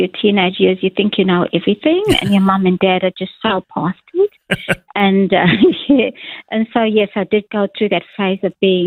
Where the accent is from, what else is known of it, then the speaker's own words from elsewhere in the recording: Durban, KwaZulu-Natal, South Africa; I was born in Durban in 1958. Uh-huh. And that's where I was raised, yeah.